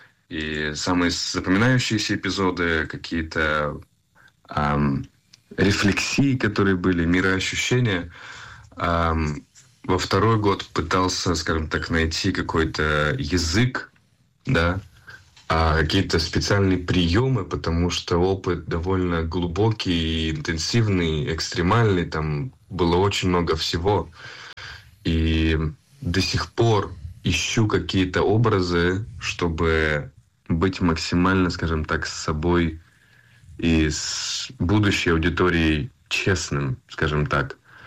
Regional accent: Russia; moved away as an adult; also born or lived in Israel / United States; я россиянин. Я 100% россиянин. Израильтянин, да.

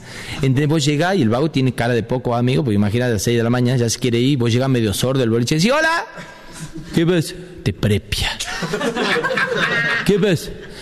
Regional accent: Tucumán, Argentina; yo tengo una mezcla rara porque tengo padre sanjuanino y soy tucumano y son muy diferentes, son culturas diferentes porque el tucumano tiene como una cultura propia.

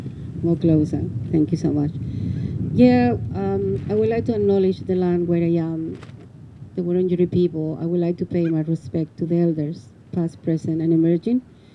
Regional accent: Chile; English is a second language; I'm an indigenous from Chile, from the Mapuche land, as we call it, Wall Mapu, as people know it as Chile, and Argentina.

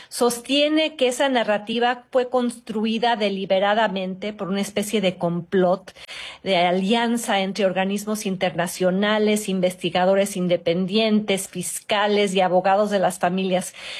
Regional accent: Mexico; moved away; aunque esté fuera de México, siempre tengo la mirada y el corazón puesto en mi país.

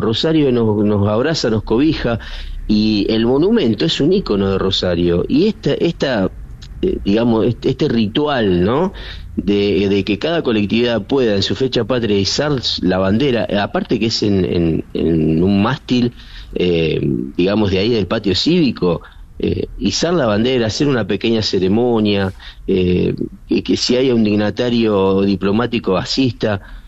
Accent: Lebanon; viniendo de mi patria, de mi país, con todos los conflictos regionales que atraviesa el Líbano, que hoy en día tenemos con Israel, tenemos un conflicto ocupado en nuestro territorio

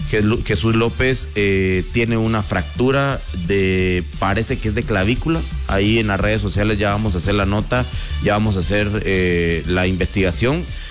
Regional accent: Guatemala; Estamos tocando fondo como fútbol guatemalteco, como deporte guatemalteco

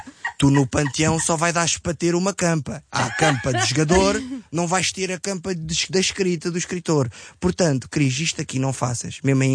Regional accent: Amadora, Lisbon, Portugal; Mas tu sabes de onde é que eu sou? Eu sou da Amadora 2740.

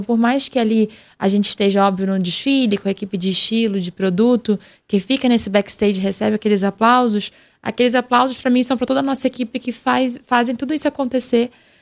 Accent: Niterói, Rio de Janeiro, Brazil; also born or lived in Belém; now in São Paulo, Brazil; Eu nasci em Belém do Pará, eu fui criada em Niterói e eu moro em São Paulo. Então, eu tenho alguns pedacinhos de Brasis dentro de mim.

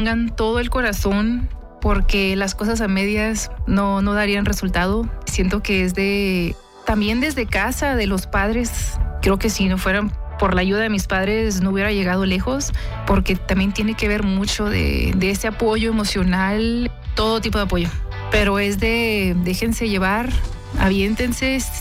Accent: Ojinaga, Chihuahua, Mexico; aún así siendo mexicanos, yo siendo de Ojinaga, una frontera que pues se vive ahí la vida pues muy lento, o sea, somos muy tranquilos, especialmente en Presidio, que es, no me gustaría decirle que pueblo fantasma, pero son lugares cálidos

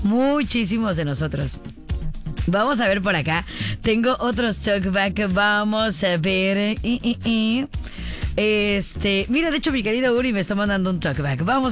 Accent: Mexico; así somos los mexicanos

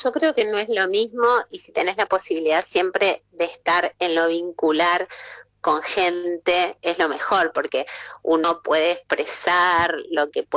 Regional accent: Viedma, Río Negro, Argentina; now in Azul, Argentina; Mira, yo en este momento, ahora estoy en Buenos Aires, pero soy del sur, de Viedma, Carmen de Patagones. Allí nací y vivo en Azul, provincia de Buenos Aires.

